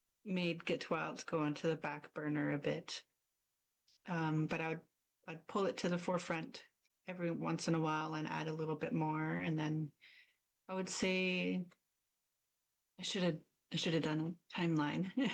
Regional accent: British Columbia, Canada; also born or lived in Kitlope; I am from the Tsimshian, Haisla, and Haltzik Nation. So Tathgu is Gitgat, also known as Hartley Bay. Gitlachmadam is Kitimat. But I'm also from Miskusa, Kitlope.

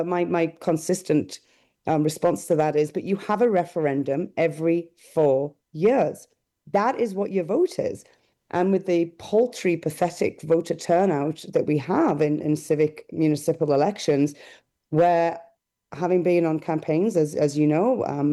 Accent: Hartlepool, North East England, United Kingdom; now in Saskatoon, Canada; my hometown, Hartlepool, was a big receiver of funds from Europe.

